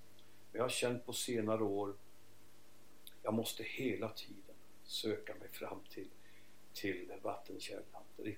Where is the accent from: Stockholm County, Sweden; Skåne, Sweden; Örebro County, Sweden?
Örebro County, Sweden; Närke, det här är min hembygd. Vi sitter här i Närke nu, mina hembygder.